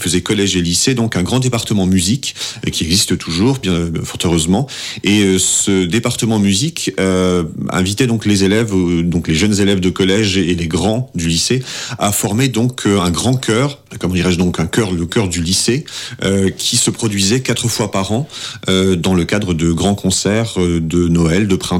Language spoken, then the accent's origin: French; Brest, Brittany, France; born there; une triple culture, à la fois allemande, française et puis bretonne de par ma naissance quand même, puisque je suis né à Brest.